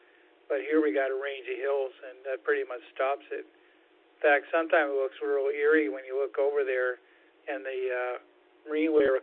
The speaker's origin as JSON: {"language": "English", "town": "Seattle", "region": "Washington", "country": "United States", "tie": "born or raised there", "said": "I grew up in Seattle, by the way"}